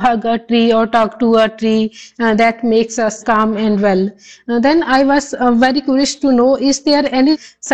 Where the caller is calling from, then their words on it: India; I'm from India.